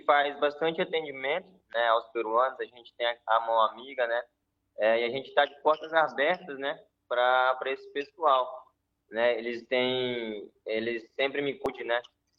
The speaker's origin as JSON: {"language": "Portuguese", "town": "Apuí", "region": "Amazonas", "country": "Brazil", "moved": "yes", "said": "Eu sou de Apuí, fica mais ao sul do Amazonas."}